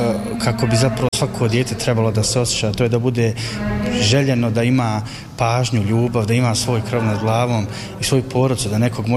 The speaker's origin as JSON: {"language": "Bosnian", "region": "Federation of Bosnia and Herzegovina", "country": "Bosnia & Herzegovina", "tie": "born there", "said": "upravo iz razloga jer sam ja rođen u jednom malom selu kod Gornjeg Vakufa u podnožju planine Vranice i rođen sam u Ikavici"}